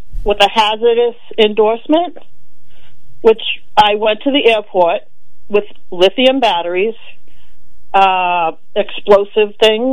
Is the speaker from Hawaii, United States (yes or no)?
no; Arlington, Massachusetts, United States; So I grew up in Arlington, Massachusetts, where Maura Healey lives.